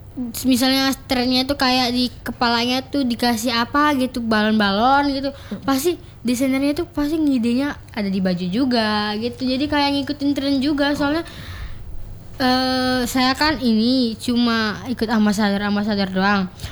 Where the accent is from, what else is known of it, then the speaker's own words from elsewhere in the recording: Kalimantan, Indonesia; now in Yogyakarta, Indonesia; saya sendiri orang Kalimantan ya.